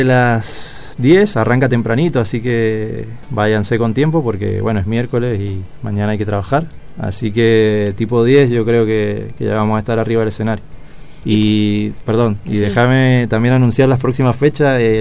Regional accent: Maipú, Mendoza, Argentina; Nosotros somos de Maipú.

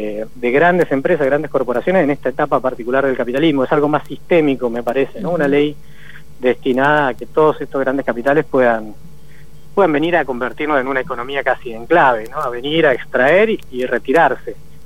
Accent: Argentina

